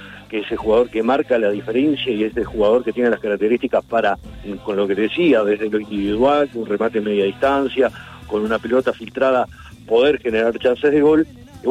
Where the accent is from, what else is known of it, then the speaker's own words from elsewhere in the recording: Uruguay; A ver, como uruguayo siempre tenemos la el hábito o el pensamiento de que lo que está funcionando no lo tocamos, ¿verdad?